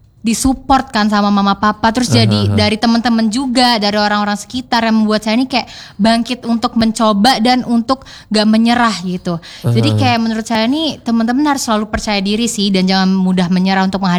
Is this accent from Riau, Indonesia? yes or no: no; Palembang, South Sumatra, Indonesia; Karena kan saya ini dari Indonesia dan dari Palembang gitu.